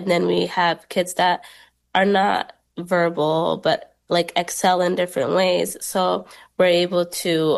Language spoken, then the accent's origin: English; Minnesota, United States; We grew up in Minnesota